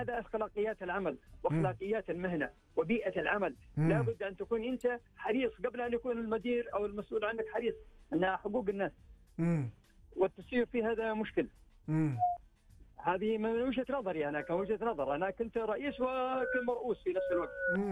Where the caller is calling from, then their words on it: Jeddah, Makkah Province, Saudi Arabia; من مدينة جدة